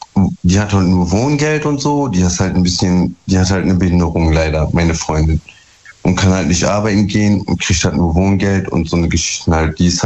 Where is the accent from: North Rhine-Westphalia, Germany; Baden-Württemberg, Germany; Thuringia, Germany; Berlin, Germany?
North Rhine-Westphalia, Germany; Duisburg; Ich komme aus Duisburg.